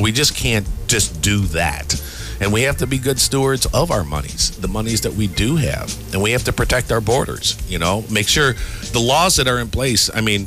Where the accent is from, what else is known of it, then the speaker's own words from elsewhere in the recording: Chicago, Illinois, United States; moved away as an adult; I grew up in Chicago. I was there for 30 years.